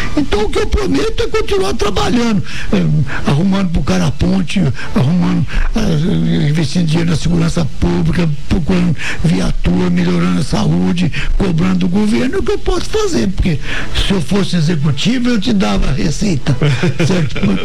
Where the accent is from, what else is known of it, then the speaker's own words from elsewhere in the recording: Bahia, Brazil; como diz o nordestino que eu sou, né, baiano